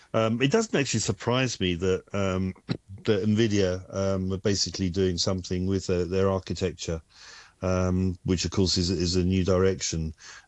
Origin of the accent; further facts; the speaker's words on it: United Kingdom; as a Brit